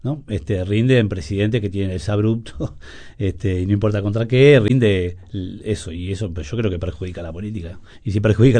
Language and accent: Spanish; Uruguay; nosotros como uruguayos